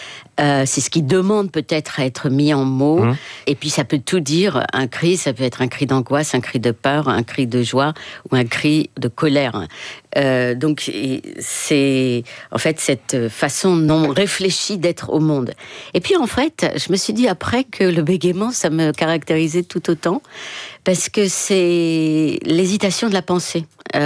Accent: Morocco; Oui, je décris ce sentiment quand j'étais enfant au Maroc. On avait le sentiment de la bienveillance du roi, mais on n'était pas sûr.

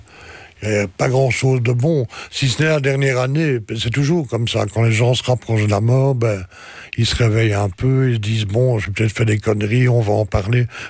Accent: Belgium; now in Etterbeek, Belgium; Assez fier surtout en tant que Belge

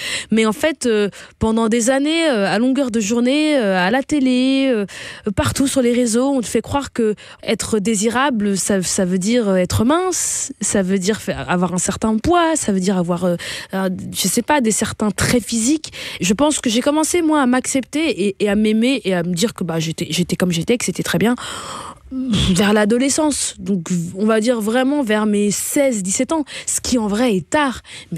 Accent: Flanders, Belgium; Moi, j'ai grandi en Belgique, j'ai grandi du côté flamand. Je suis toujours allée dans une école néerlandophone. J'ai une maman métisse, j'ai longtemps eu un beau-papa blanc.

